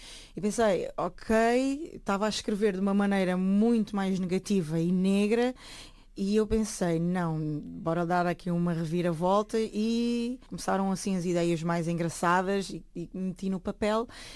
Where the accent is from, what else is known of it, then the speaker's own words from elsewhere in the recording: Ferreira do Alentejo, Alentejo, Portugal; o pessoal também de Ferreira do Alentejo, que foi o sítio onde eu cresci, também